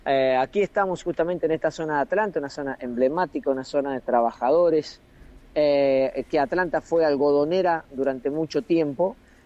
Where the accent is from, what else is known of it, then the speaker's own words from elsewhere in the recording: La Paz, Mendoza, Argentina; moved away; hay más gente de La Paz, de mi pueblo, viviendo fuera de La Paz que dentro de La Paz.